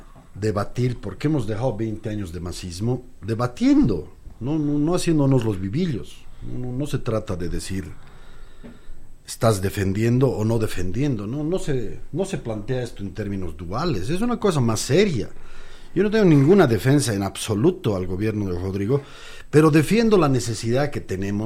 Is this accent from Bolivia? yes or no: yes; Bolivia; Yo soy boliviano